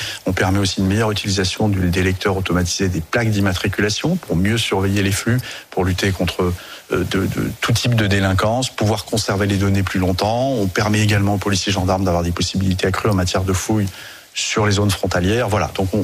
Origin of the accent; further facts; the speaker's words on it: Centre-Val de Loire, France; puisque je suis originaire du département du Cher. Je connais bien cette zone.